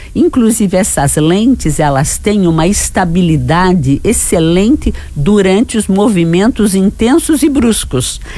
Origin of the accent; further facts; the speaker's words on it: Brazil; nós somos brasileiros